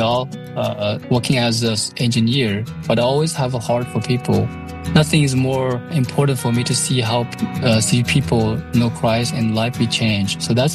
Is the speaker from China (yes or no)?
yes; China; Actually, I grew up in China, a small village in middle part of China. And from in a big family with six kids, so I was the youngest one.